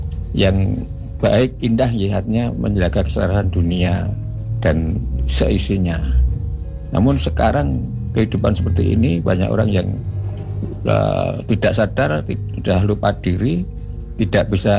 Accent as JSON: {"language": "Indonesian", "region": "Java", "country": "Indonesia", "said": "Kemudian dengan sesaji ini saya juga sebagai orang Jawa juga memahami"}